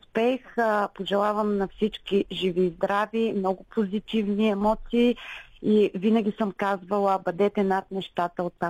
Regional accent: Rhodopes, Bulgaria; По-родопски, защото ние сме си родопчани едните и другите.

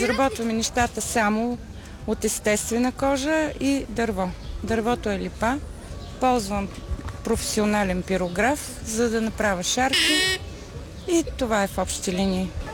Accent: Plovdiv, Plovdiv Province, Bulgaria; От Пловдив съм … изработваме музикални сувенири

